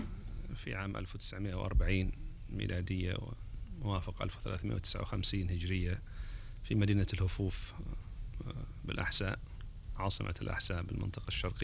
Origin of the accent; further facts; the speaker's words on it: Bahrain; born there; also born or lived in Hofuf, Al-Ahsa, Saudi Arabia; الأولى كانت في الأحساء، وأما بعد ذلك مراحل الطفولة اللاحقة والمراهقة والدراسة الثانوية فقد كانت في البحرين